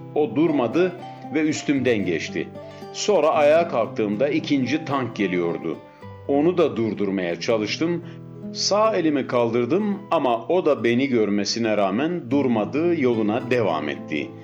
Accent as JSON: {"language": "Turkish", "region": "Black Sea Region", "country": "Turkey", "said": "Ben Karadenizliyim."}